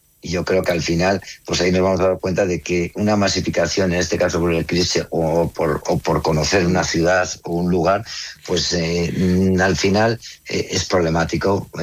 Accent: Navarre, Spain; yo como navarro

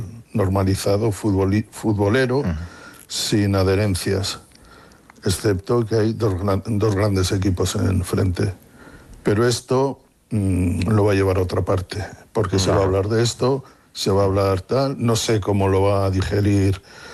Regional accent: Spain; Yo, sinceramente, como español

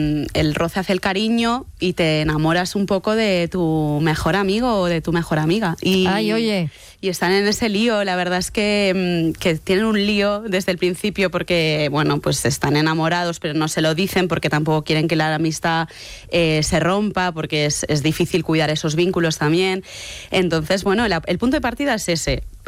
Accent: Barcelona, Catalonia, Spain; yo es que soy de Barcelona, entonces del mar, de estar morenita, ¿sabes?

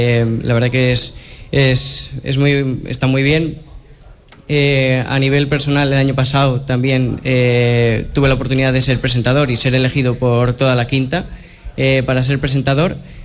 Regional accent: Guijuelo, Castile and León, Spain; la verdad es que un gusto estar aquí y haberos recibido aquí en mi pueblo.

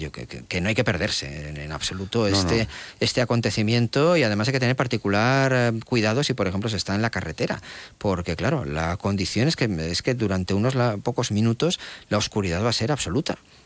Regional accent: León, Castile and León, Spain; Que el León, quizá los que somos de León lo sabemos, pero aquí el tiempo es tan absolutamente impredecible.

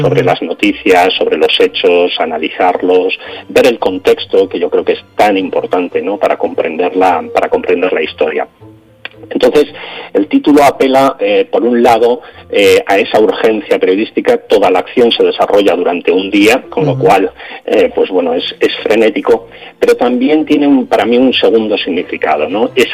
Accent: Zaragoza, Aragon, Spain; born there; also born or lived in Ciudad Real; now in Madrid, Spain; yo soy de Zaragoza, nací en Zaragoza, aunque, bueno, vivo en Madrid desde hace muchísimos años

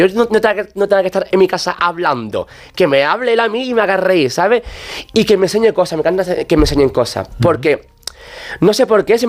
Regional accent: Alcalá de los Gazules, Andalusia, Spain; yo vivía entonces aún en mi pueblo, en Alcalá de los Gazules

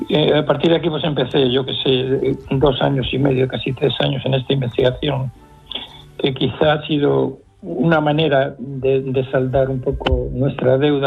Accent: Alcázar de San Juan, Castilla-La Mancha, Spain; Y además, en nuestro pueblo, en Alcázar de San Juan, se dice que no hablamos, sino que allí lo que hacemos es sentenciamos, ¿no?

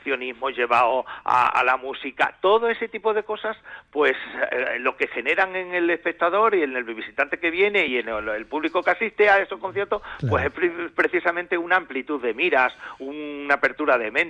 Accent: Malpartida de Cáceres, Extremadura, Spain; ver en mi pueblo, en el cine de mi pueblo

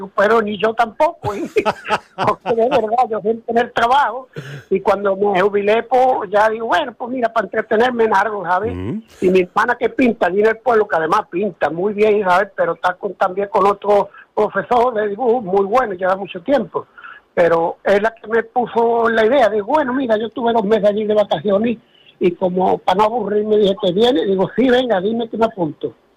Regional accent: La Puebla de Cazalla, Andalusia, Spain; que soy de la Puebla de Cazalla, ¿eh?, de Sevilla, pero llevo aquí ya 31 años.

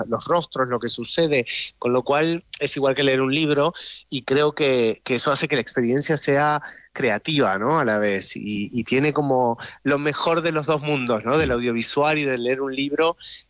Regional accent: Argentina; accent: Argentine; Todas las pequeñas partes de la serie las he tenido que hacer con mi acento argentino, pobrecitos, y se tienen que concentrar.

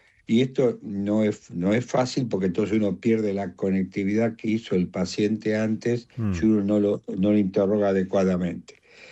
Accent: Argentina; Padres que de Galicia, ¿sí? Yo soy el primer argentino de la familia.

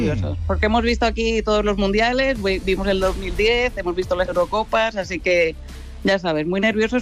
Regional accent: Madrid, Community of Madrid, Spain; now in Puerto Rico; Yo soy medio puertorriqueña, pero ¿sí? Criada en Madrid y española, y entonces me casé con un puertorriqueño y aquí estamos.

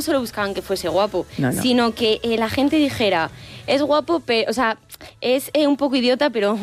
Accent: Salamanca, Castile and León, Spain; Y si soy salmantina.

